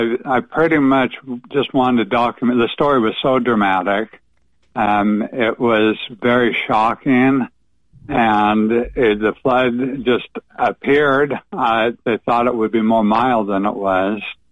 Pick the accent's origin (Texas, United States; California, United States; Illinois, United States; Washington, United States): Washington, United States; Sumas; My home is actually in Nooksack. However, my whole life is pretty much in Sumas. I grew up in Sumas, pastor of a church there.